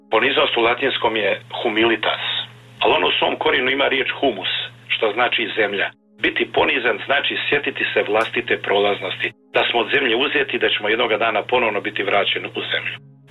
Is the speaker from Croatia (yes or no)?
no; Jajce, Federation of Bosnia and Herzegovina, Bosnia & Herzegovina; Ja sam došao ovdje u moj rodni grad Jajce i bio sam tada četvrta godina studija teološkoga i ovdje sam se nastanio u župi Podmilače